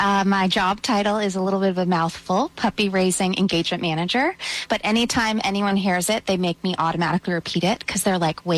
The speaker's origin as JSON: {"language": "English", "town": "San Francisco", "region": "California", "country": "United States", "tie": "born or raised there", "lives_now": "San Rafael, United States", "said": "I am from San Francisco, California, born"}